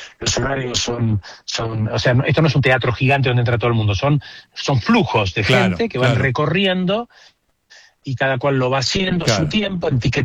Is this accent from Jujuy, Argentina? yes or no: no; Buenos Aires, Argentina; soy un ruso de Villa Crespo